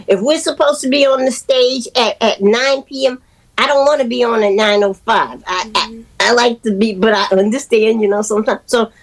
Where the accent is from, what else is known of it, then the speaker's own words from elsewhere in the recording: New York, United States; as a New Yorker